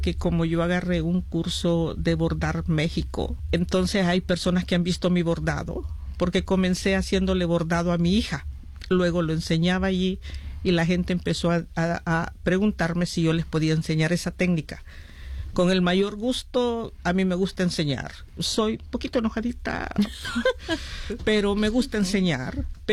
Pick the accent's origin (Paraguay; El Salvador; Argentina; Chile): El Salvador; now in Werribee, Australia; el resto somos salvadoreñas.